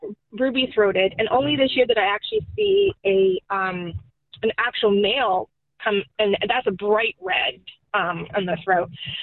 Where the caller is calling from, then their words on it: Easton, Massachusetts, United States